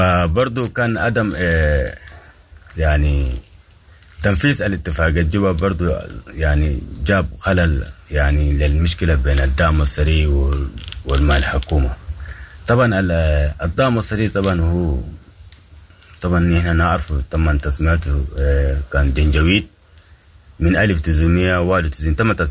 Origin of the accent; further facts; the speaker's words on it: Sudan; نعم نحن قاعدين نتابع كسودانيين وفقرنا الوطن نتالب عن قضايانا